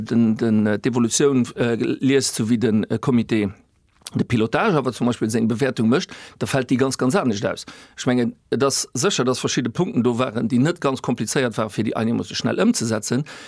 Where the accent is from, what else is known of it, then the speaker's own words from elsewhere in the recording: Esch-sur-Alzette, Luxembourg; born there; Also als geborenen Escher